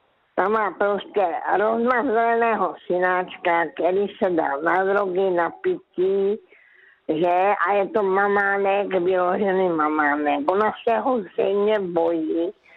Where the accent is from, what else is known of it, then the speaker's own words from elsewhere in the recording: Karolinka, Zlín Region, Czechia; moved away; já jsem se narodila v Karolince, to byla vesnice, když jsem se já narodila